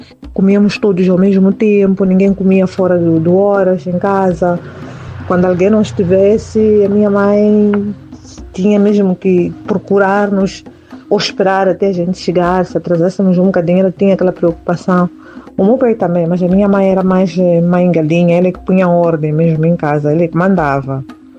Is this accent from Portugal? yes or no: no; Mozambique; moved away as an adult; Saí de Moçambique já adulta, já era mãe. Por que que eu emigrei? Eu emigrei porque tive uma oportunidade de emigrar.